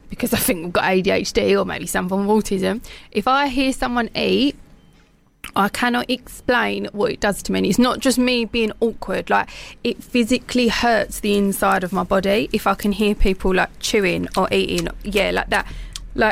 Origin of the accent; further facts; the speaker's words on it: Kent, South East England, United Kingdom; I was from Kent